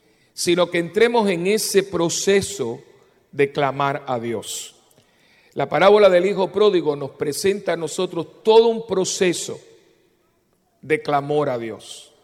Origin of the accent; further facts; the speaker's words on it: Cuba; born there; pero por ejemplo yo nací en Cuba, ¿no?